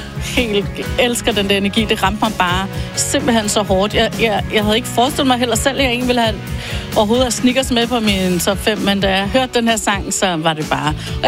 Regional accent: Copenhagen, Capital Region of Denmark, Denmark; fra 1981, hvor jeg lige startede folkeskolen, og er 7 år gammel, og den der energi, jeg voksede op inde i København

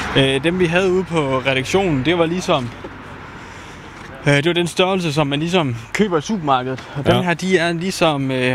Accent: North Denmark Region, Denmark; moved away; jeg er jo også nordjyde oprindeligt.

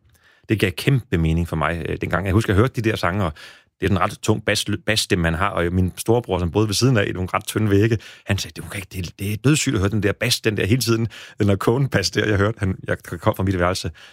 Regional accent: Næstved, Zealand, Denmark; Jamen, jeg var blevet konfirmeret, købte jeg et brugt stereoanlæg der hjemme på Kildemarksvej i Næstved.

